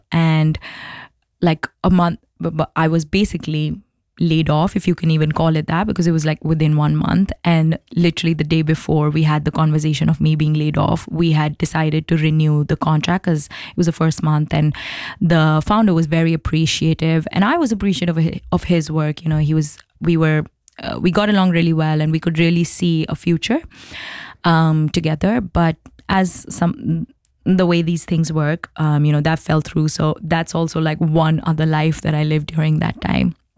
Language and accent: English; New Delhi, Delhi, India; moved away; Because another thing about like living in India, and I'm from New Delhi